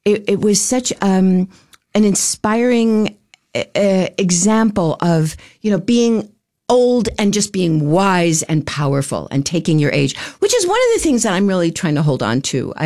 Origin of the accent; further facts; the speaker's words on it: Durham, New Hampshire, United States; I grew up in New Hampshire, in the days of the Manchester Union Leader